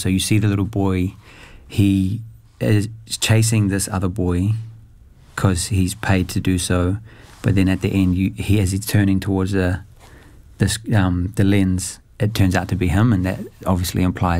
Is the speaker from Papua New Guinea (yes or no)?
yes; Papua New Guinea; moved away; my home country, Papua New Guinea